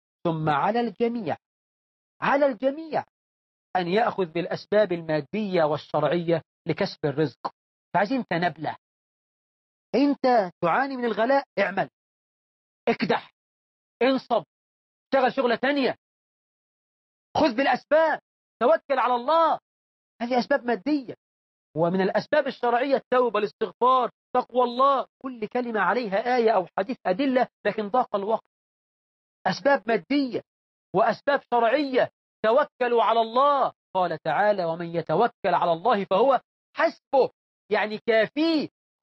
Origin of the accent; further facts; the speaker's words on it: Egypt; بلدنا مصر